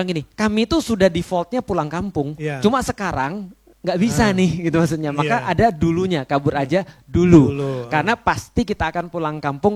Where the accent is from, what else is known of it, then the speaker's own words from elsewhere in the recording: Palembang, South Sumatra, Indonesia; born there; moved away; Karena aku lahir di Palembang, artinya sampai detik ini aku masih mimpinya di Palembang.